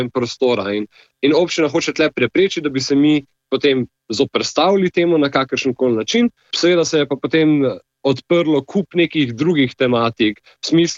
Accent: Ljubljana, Central Slovenia, Slovenia

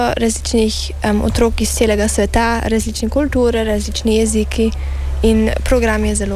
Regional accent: Switzerland; also born or lived in Germany; now in Brazil; To je dosti dolga zgodba, ampak jaz sem se rodila v Nemčiji, potem smo se preselili v Švico in potem smo...

